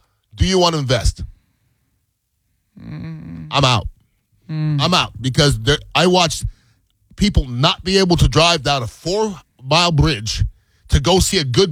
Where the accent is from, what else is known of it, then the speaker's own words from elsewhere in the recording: Montreal, Quebec, Canada; I'm from Montreal and they don't deserve a baseball team.